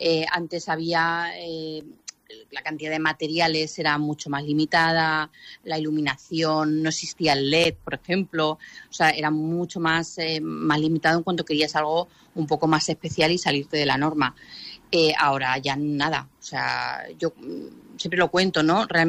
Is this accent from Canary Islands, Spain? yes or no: no; Moral de Calatrava, Castilla-La Mancha, Spain; also born or lived in Ciudad Real / Salamanca; now in Madrid, Spain; He de decirte que yo nací en Madrid. Solamente nací aquí, viví en Moral de Calatrava hasta los 8 años y luego ya viví en Ciudad Real y estudié en Ciudad Real en la Escuela de Artes